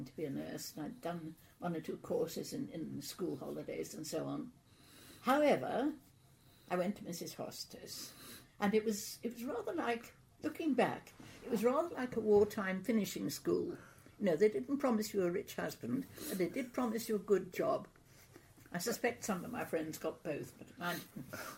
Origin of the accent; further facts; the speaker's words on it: Leek, West Midlands, United Kingdom; also born or lived in Brockmoor / Hanley; I was born in Brockmoor Vicarage. I think it's now called West Midlands. It's somewhere near, between Dudley and Starbridge. And then we moved to Leek, which was absolutely glorious, in the moorlands, in North Staffordshire.